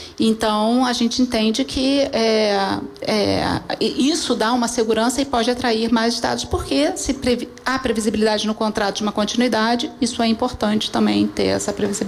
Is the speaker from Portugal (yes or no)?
no; Rio de Janeiro, Brazil; E nós, como cariocas, né, o que queremos é que cada vez mais a gente seja atrativo.